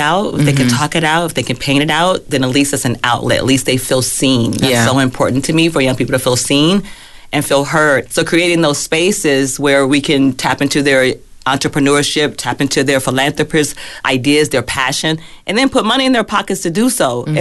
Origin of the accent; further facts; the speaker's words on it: Compton, California, United States; So growing up in Compton, created those spaces.